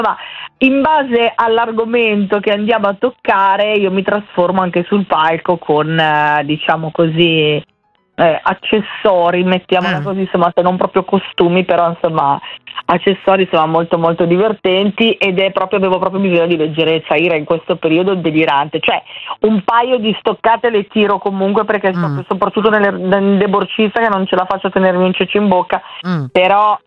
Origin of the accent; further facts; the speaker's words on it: Pioltello, Lombardy, Italy; No, io sono proprio di Pioltello e quindi sono così semplice senza H, ciao.